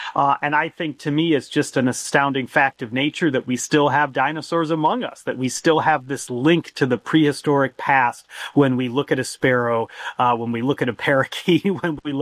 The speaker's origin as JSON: {"language": "English", "region": "Illinois", "country": "United States", "tie": "born or raised there", "lives_now": "Utah, United States", "said": "I grew up in Illinois. I'm not so lucky. Nobody's ever found a dinosaur bone in Illinois"}